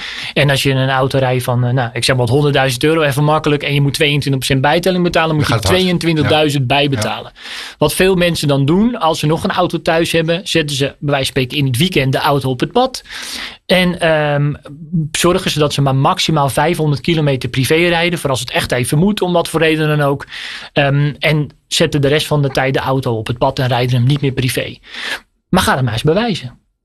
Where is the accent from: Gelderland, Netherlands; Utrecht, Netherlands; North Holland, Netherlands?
North Holland, Netherlands